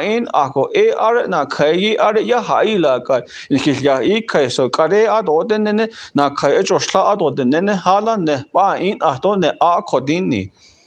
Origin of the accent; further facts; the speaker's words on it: United States; I'm an American.